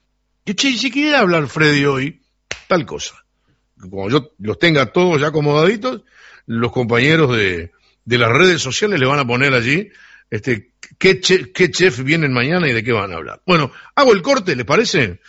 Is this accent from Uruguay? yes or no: yes; Sarandí del Yí, Durazno, Uruguay; a mí me llamaba la atención de chico en Sarandí de allí